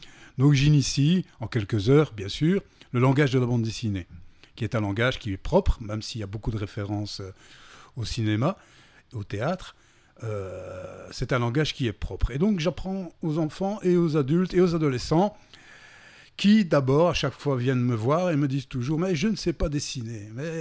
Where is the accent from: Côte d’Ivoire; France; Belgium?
Belgium; born there; Voilà, je suis né en Belgique d'un père tunisien et d'une mère belge. Mon père est venu en 64 en Belgique pour étudier, et donc j'y suis né quelques années après.